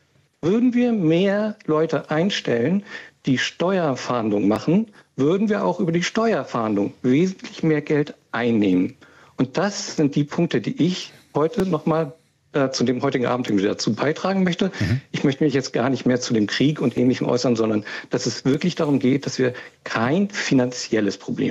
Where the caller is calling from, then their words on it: Bordesholm, Schleswig-Holstein, Germany; Ich rufe aus Bordesholm an. Das liegt in Schleswig-Holstein.